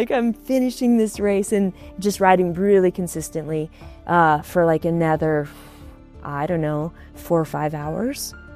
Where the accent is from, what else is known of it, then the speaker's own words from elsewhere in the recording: Alaska, United States; And I'm from Alaska.